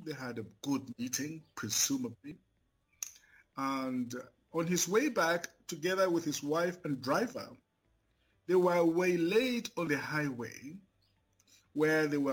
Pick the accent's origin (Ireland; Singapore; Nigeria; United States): Nigeria; Nasarawa; I grew up in Nasarawa State because my father was a missionary, a pastor, an evangelist.